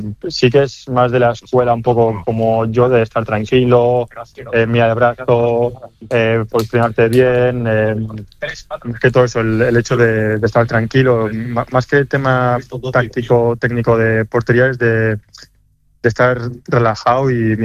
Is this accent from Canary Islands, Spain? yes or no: no; Navarre, Spain; moved away as an adult; also born or lived in Germany; now in Barcelona, Spain; yo soy navarro